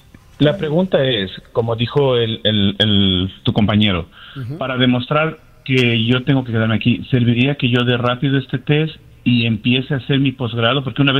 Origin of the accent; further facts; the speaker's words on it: Ecuador; moved away as an adult; now in United States; Mira, yo llegué hace tres años a acá en los Estados Unidos. Yo soy doctor en mi país, en el Ecuador.